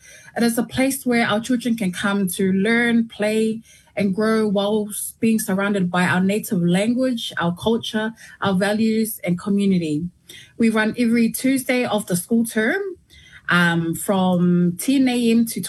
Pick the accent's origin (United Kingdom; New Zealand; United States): New Zealand; I am 31 years old. I was born and raised in Carlos Iosi, New Zealand, and I have been living here my whole entire life. I am half Tongan, half Niuean, and I come from the villages of Tamakau Tonga and Longoteme from Tonga.